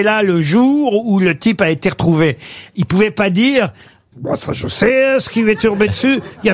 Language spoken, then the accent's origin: French; France; Mais chez nous, en France